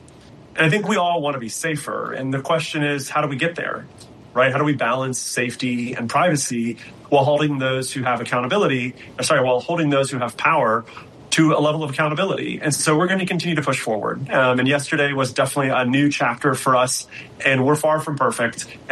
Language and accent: English; Atlanta, Georgia, United States; my hometown here in Atlanta